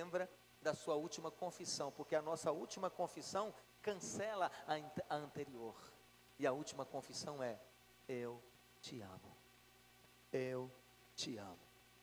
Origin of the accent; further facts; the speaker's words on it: Bahia, Brazil; Eu sou baiano em quase todas as coisas, menos nessa comida.